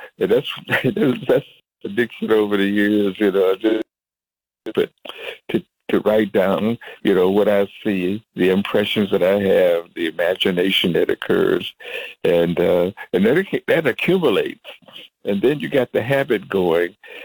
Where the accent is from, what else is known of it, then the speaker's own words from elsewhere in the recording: Detroit, Michigan, United States; Because, you know, growing up in Motown, it's impossible to resist the that kind of urgency to put down your own words, to write your own songs.